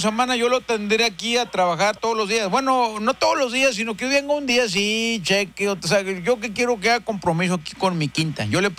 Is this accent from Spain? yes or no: no; Linares, Nuevo León, Mexico; Yo soy de Linares, oiga.